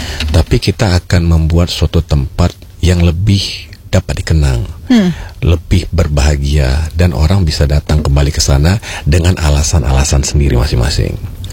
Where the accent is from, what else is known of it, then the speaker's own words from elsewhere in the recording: Medan, North Sumatra, Indonesia; Saya kan kebetulan dari Medan ya. Kebetulan aja saya lulus di Bandung.